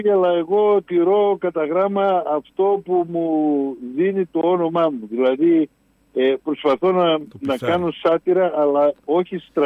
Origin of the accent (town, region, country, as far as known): Serres, Central Macedonia, Greece